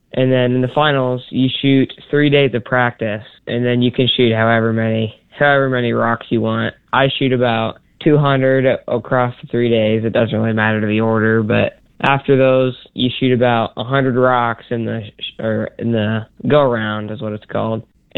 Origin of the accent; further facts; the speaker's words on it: Nebraska, United States; born there; especially in my home state.